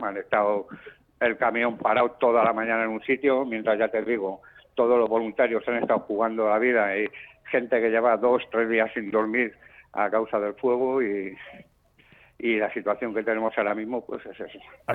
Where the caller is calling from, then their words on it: Madrid, Community of Madrid, Spain; porque yo soy de Madrid